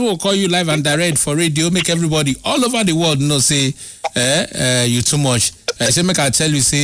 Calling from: Port Harcourt, Rivers, Nigeria; I am calling from Port Harcourt.

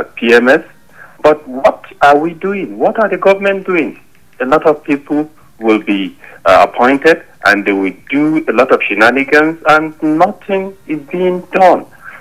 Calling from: Nigeria; because as a Nigerian, I don't have the right to have power.

